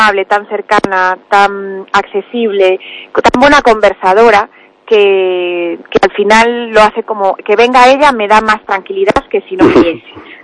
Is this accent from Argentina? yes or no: no; A Coruña, Galicia, Spain; born there; also born or lived in Ourense; yo nací en Ourense y viví allí 5 años antes que nos vinimos a Coruña.